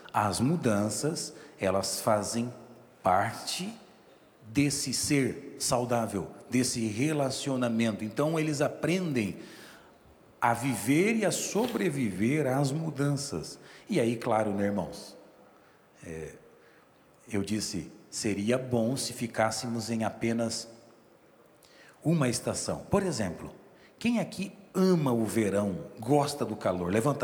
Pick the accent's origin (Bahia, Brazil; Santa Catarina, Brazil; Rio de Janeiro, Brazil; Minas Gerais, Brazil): Santa Catarina, Brazil; São Joaquim; born there; moved away as an adult; now in São Paulo, Brazil